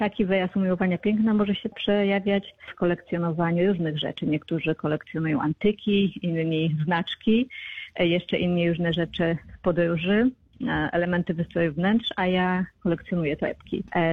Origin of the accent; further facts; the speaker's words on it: Radom, Masovian Voivodeship, Poland; now in Australia; Z Radomia.